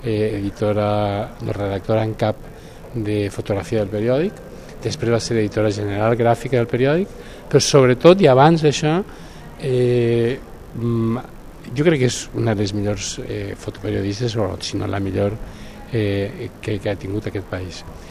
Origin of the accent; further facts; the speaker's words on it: Valencian Community, Spain; born there; Jo vivia a un poble petit, a València